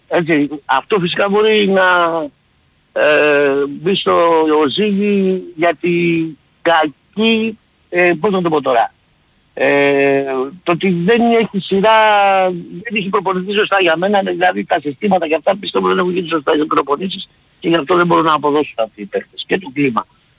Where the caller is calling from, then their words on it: Nea Makri, Attica, Greece; επειδή είμαι και εγώ από Νέα Μάκρη